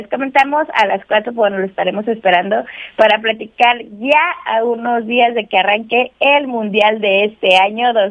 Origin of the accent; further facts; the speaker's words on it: Mexico; somos mexicanos.